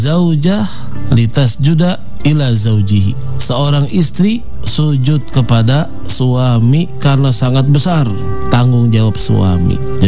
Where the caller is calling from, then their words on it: Lampung, Indonesia; Saya dari Lampung, pendengar setia sejuk di hati.